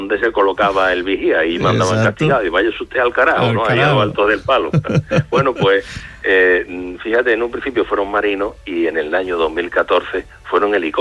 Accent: Málaga, Andalusia, Spain; como los malagueños somos así

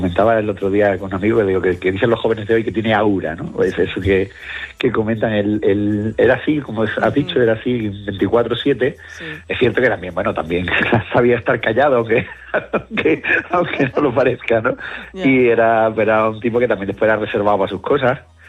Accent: Cádiz, Andalusia, Spain; No, yo además me crié en Cádiz

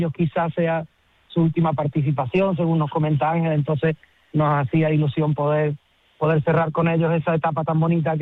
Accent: Córdoba, Andalusia, Spain; mi tierra, de Córdoba

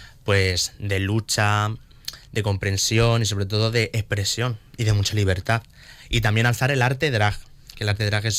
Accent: Elche, Valencian Community, Spain; born there; also born or lived in Murcia; yo soy nacida en Elche, pero mi corazón está dividido en Elche y en Murcia. O sea, yo represento a las dos tierras

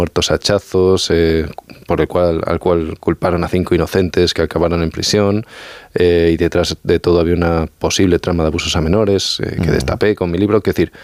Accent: Extremadura, Spain; Yo soy extremeño, ¿vale? No exactamente de Puerto Rico ni de esa zona, pero bueno, soy extremeño.

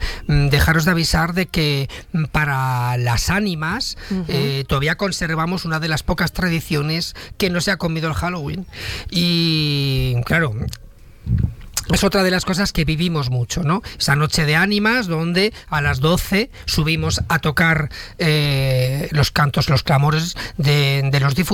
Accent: Palazuelos de la Sierra, Castile and León, Spain

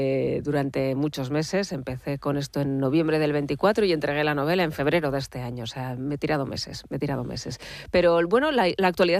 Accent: Pamplona, Navarre, Spain; also born or lived in Falces; al pueblo de mi padre, a Falces, a mi tierra, a Navarra, a Pamplona.

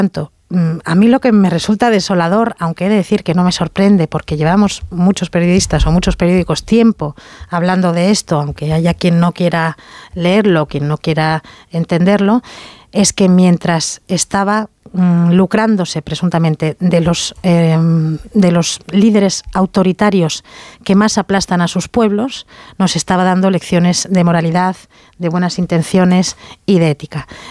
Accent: Spain; por el daño que nos hace como españoles a la imagen de nuestro país

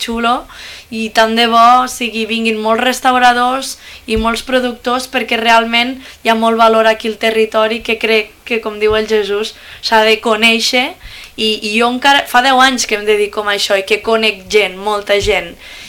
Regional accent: Lleida, Catalonia, Spain; Sempre diem, ho diem amb la boca petita, que som de Lleida

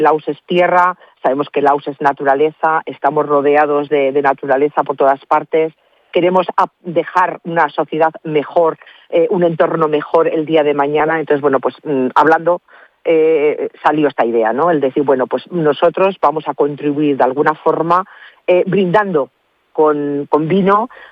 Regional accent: Spain; ese impulso que tenemos como sociedad española

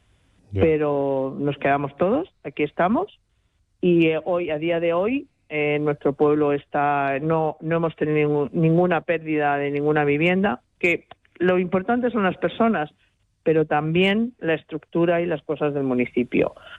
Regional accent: Casillas, Spain; Yo estoy en Casillas, yo no he abandonado mi pueblo.

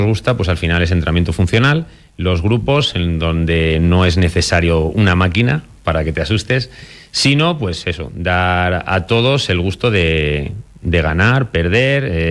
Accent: Salamanca, Castile and León, Spain; jugar en el equipo de mi tierra, en el primer equipo de mi tierra

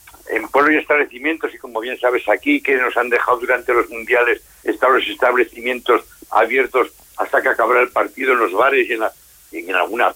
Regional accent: Spain; Los españoles estamos súper alegres.

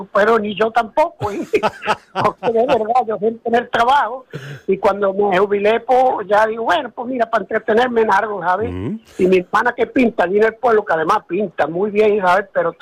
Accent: La Puebla de Cazalla, Andalusia, Spain; moved away as an adult; now in San Antonio, Spain; voy a punto de cumplir 75. Y una hermana mía que pinta en mi pueblo, que soy de la Puebla de Cazalla, ¿eh?, de Sevilla, pero llevo aquí ya 31 años.

